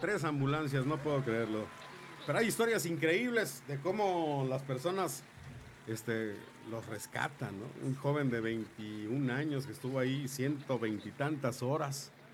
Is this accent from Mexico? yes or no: yes; Mexico; como mexicano. Sí, como mexicano